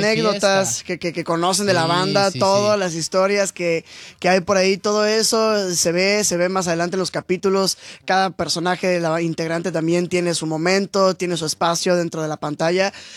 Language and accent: Spanish; Valle de Bravo, State of Mexico, Mexico; Pero justo surgió en la escuela, igual de pequeño, y vivía en Valle de Bravo, el pueblo ahí cerca del Estado de México.